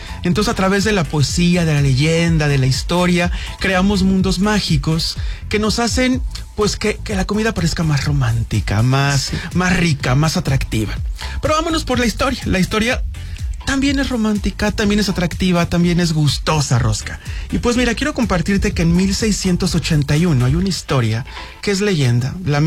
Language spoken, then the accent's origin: Spanish; Puebla, Mexico; soy poblano